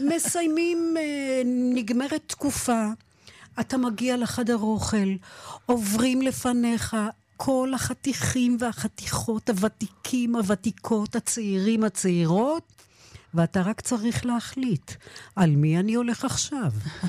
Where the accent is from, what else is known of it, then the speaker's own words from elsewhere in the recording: Northern District, Israel; אני גדלתי בקיבוץ, בקיבוץ אפיקים